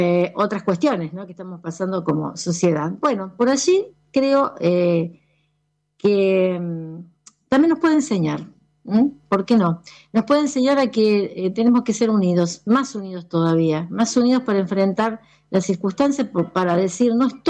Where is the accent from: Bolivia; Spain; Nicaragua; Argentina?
Argentina; somos argentinos